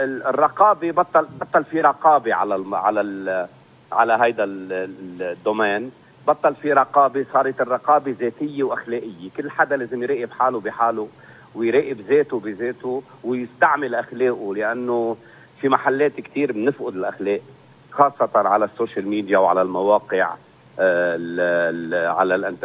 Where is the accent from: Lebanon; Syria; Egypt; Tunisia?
Lebanon; المجتمع اللي نحن ربينا عليه مجتمعنا اللبناني وأخلاقنا وحياتنا وتقاليدنا وعاداتنا ومفهومنا للحياة كلبنانيين